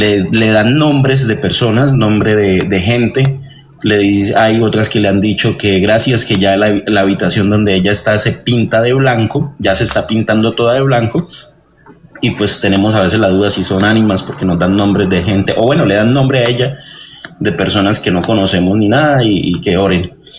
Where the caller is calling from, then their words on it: Bucaramanga, Santander, Colombia; desde Bucaramanga.